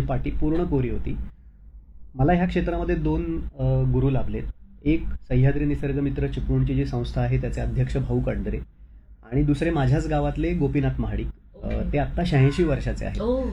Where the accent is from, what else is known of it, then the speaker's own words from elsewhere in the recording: Velas, Maharashtra, India; moved away as an adult; also born or lived in Mumbai; now in Velas, India; रत्नागिरी जिल्ह्यात मंडणगड तालुक्यात वेळास माझं गाव आहे, तिथे शेतीवाडी आहे.